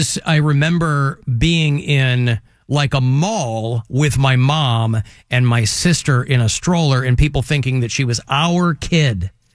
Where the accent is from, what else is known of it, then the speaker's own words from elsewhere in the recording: Chicago, Illinois, United States; I'm from Chicago.